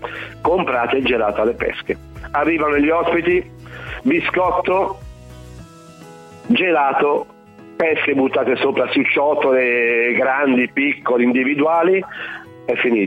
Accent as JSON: {"language": "Italian", "region": "Veneto", "country": "Italy", "said": "Ora, noi siamo veneti, quindi vi lascio immaginare il perché del vino."}